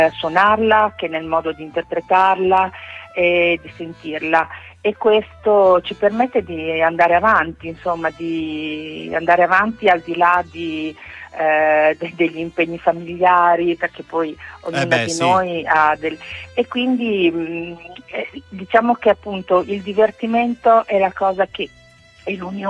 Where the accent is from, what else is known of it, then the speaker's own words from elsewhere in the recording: Alfonsine, Emilia-Romagna, Italy; accent: Romagnolo; sono di Alfonsine, vicino a Ravenna.